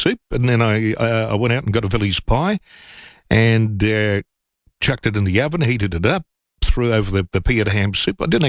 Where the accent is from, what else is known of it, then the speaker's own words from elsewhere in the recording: Australia; Being Australian, I would say it's the Australians